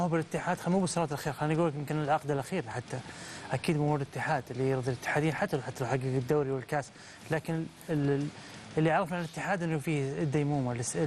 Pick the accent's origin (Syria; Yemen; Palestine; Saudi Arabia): Saudi Arabia; احنا عندنا في السعوديه